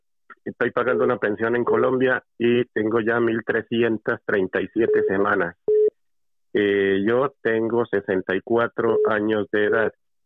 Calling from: Fuenlabrada, Community of Madrid, Spain; de Fuenlabrada.

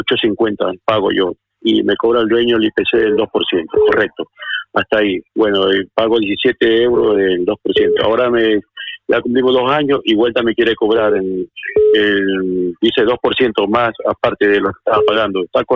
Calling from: Fuenlabrada, Community of Madrid, Spain; es Fuenlabrada

